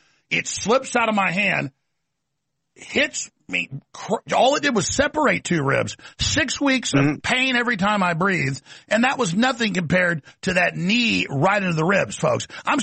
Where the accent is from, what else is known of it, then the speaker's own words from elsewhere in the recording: Dallas, Texas, United States; It was rough growing up in Dallas for a reason.